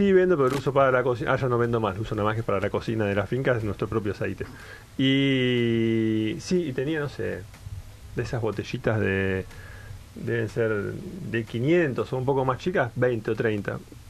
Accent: Argentina; somos argentinos

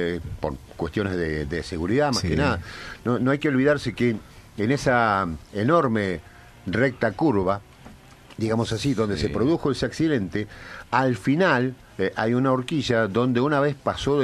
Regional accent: Buenos Aires Province, Argentina; now in Puerto Madryn, Argentina; Soy un tero bonaerense.

